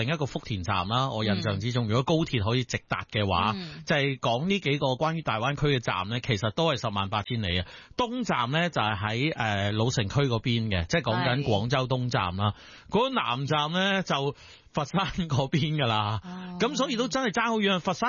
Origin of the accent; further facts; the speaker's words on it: Hong Kong; 我哋香港人普通。通话就唔太灵光噶嘛，普遍都咁啊。